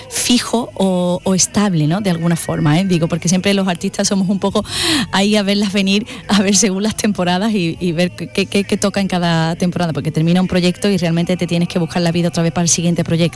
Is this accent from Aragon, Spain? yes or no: no; Seville, Andalusia, Spain; Tomás y yo somos andaluces, Tomás de Málaga, yo soy de Sevilla